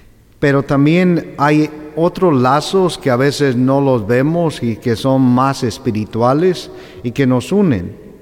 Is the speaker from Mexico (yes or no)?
yes; Ario de Rosales, Michoacán, Mexico; Yo, por ejemplo, soy de Ario de Rosales, de Michoacán, y de ahí es